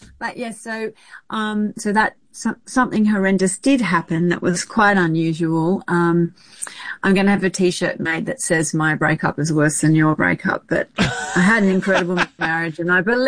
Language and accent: English; Australia; moved away as an adult; now in New York, United States; and then I moved to New York, which was crazy because I'm an Aussie.